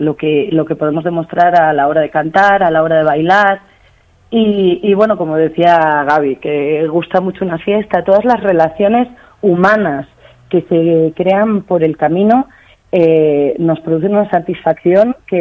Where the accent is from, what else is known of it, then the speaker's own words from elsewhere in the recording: Zamora, Castile and León, Spain; Nosotros somos de Zamora, tenemos mucha relación con León